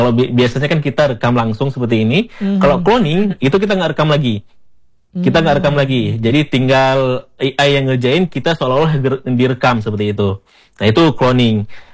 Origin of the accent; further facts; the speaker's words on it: Aceh, Indonesia; Mungkin atau logatnya mungkin kita orang Aceh seperti itu.